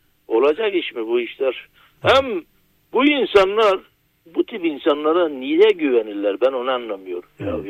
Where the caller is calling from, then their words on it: Gaziantep, Turkey; Antep'ten.